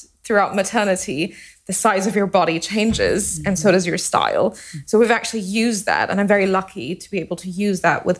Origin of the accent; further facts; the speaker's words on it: Singapore; moved away as an adult; now in United Kingdom; I'm born in Singapore. I was raised in Singapore.